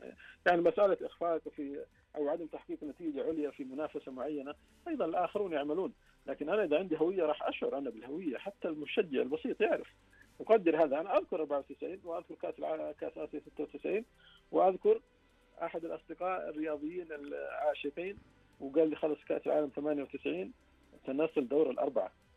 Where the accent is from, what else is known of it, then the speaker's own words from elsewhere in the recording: Saudi Arabia; أنا كلاعب سعودي